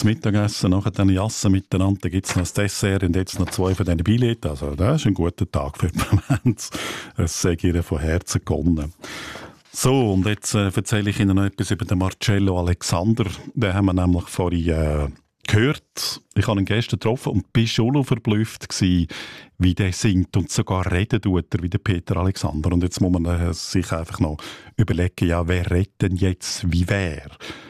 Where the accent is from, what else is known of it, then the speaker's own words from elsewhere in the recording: Aargau, Switzerland; Und da habe ich noch ein Mundartwort. Das kommt aus meiner Heimat, dem Kanton Aargau.